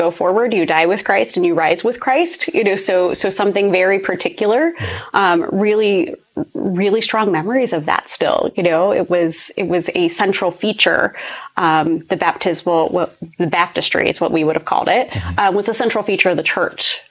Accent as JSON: {"language": "English", "region": "Ohio", "country": "United States", "tie": "born or raised there", "said": "So I grew up in a very rural part of Ohio."}